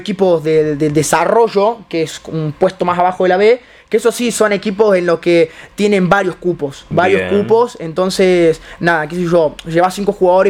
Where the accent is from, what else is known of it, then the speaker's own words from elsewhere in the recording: Chubut, Argentina; born there; now in Alta Gracia, Argentina; yo soy de allá, de Chubut, bien, del sur. Jugaba al rugby allá, empiezo desde chiquito, desde los 6, 7 años vengo haciendo rugby, ya hace mucho tiempo. Y bueno, y nada, por cuestiones de mi familia, de trabajo, de cuestiones así, nos venimos a vivir acá.